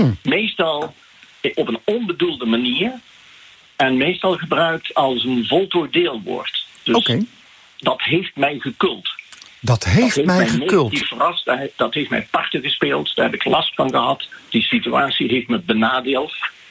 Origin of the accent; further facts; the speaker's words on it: Nederweer, Limburg, Netherlands; Ik ben geboren en getogen in Nederweer.